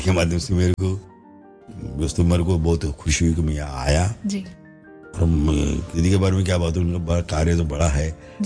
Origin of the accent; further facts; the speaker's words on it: Noregaon, Maharashtra, India; also born or lived in Bombay; मैं मेरा असली जो क्या बोलते उसको जो उसके ऊपर संस्कार बोलती हूँ नोरगांव में हुई चंद्रपुर जिले में जो बालाजी पटेल मेरे मामू थे वहाँ मेरे प्राइमरी शिक्षण से मैं वहाँ गया